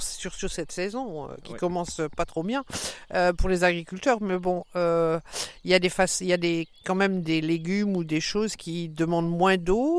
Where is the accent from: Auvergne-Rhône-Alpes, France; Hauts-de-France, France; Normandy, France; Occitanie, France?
Hauts-de-France, France; Parce que moi je viens du Nord, hein, les binges.